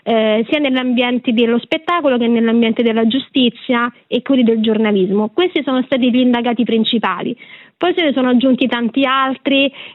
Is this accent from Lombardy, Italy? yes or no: no; Rome, Lazio, Italy; camminando sotto, sono di Roma, sotto Castel Sant'Angelo